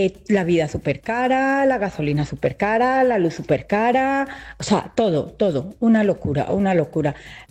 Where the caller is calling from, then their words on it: Spain; desde aquí de España.